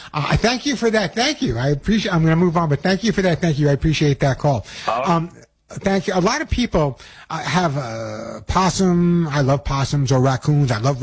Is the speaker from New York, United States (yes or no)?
yes; New York, United States; Oh, I'm such a New Yorker.